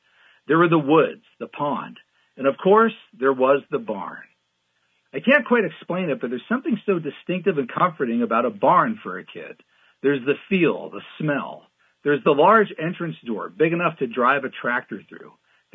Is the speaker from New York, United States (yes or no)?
no; Butler, Pennsylvania, United States; also born or lived in Pittsburgh, United States / Russellton, United States; I was born in December 1966 in the Oakland section of Pittsburgh. I then moved to a small coal town called Russellton for a few years, and then grew up in suburban Butler, Pennsylvania.